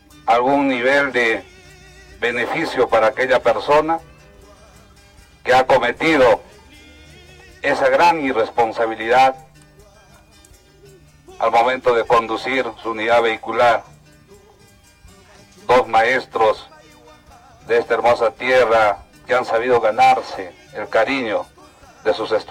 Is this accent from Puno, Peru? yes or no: no; Sicuani, Cusco, Peru; Venimos desde la ciudad de Cusco, desde Sicuán, desde la ciudad de Sicuán.